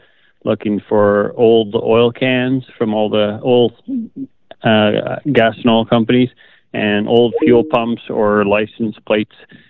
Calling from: Holland, Manitoba, Canada; calling from the Holland area.

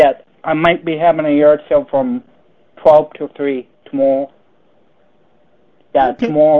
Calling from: Manitoba, Canada; Calling from the hot, sunny language, Manitoba.

